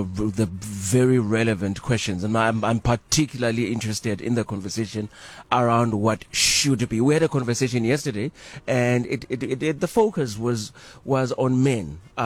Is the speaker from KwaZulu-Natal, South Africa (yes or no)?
yes; Hammarsdale, KwaZulu-Natal, South Africa; moved away; as a young man growing up in Hammersdale in KwaZulu-Natal